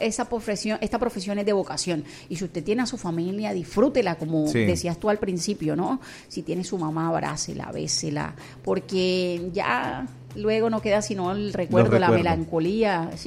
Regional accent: Barranquilla, Atlántico, Colombia; moved away; la ciudad de Barranquilla, que es de donde soy oriunda

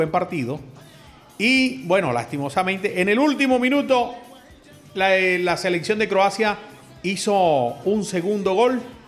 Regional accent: Colombia; somos el país del Sagrado Corazón de Jesús

